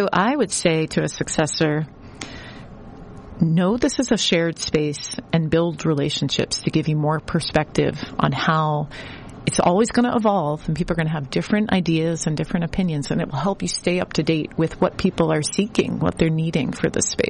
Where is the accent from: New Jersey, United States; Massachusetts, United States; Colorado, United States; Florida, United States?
Massachusetts, United States; Boston; growing up in Boston and having worked here for my whole professional cultural career